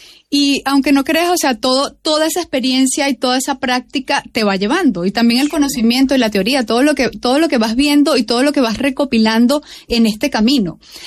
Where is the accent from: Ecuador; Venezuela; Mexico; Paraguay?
Venezuela; now in Spain; yo soy venezolana